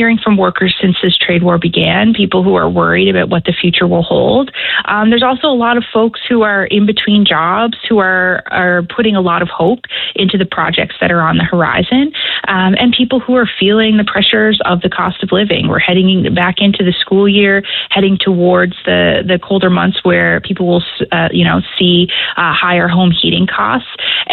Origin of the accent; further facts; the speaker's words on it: Newfoundland and Labrador, Canada; here in Newfoundland and Labrador